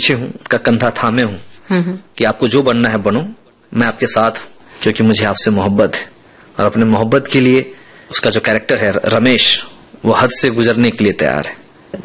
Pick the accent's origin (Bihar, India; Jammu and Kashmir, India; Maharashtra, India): Bihar, India; first language Bajjika; Hindi is a second language; और बज्जिका मेरी मातृभाषा है। मेरी दादी, मेरे दादा, मेरे घर में आज भी जब अगर आपके सामने मेरा फोन आ जाए तो मैं अपनी माता जी से, पिताजी से बज्जिका में ही बात करूंगा।